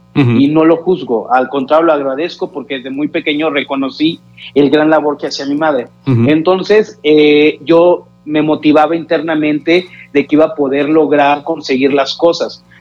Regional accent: Matamoros, Tamaulipas, Mexico; Los que nacimos en México, volteábamos más a México.

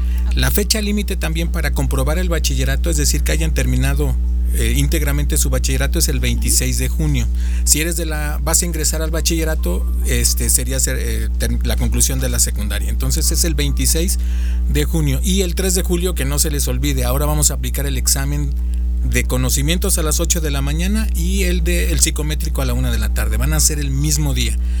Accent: Mexico; Como buenos mexicanos dejamos todo al final.

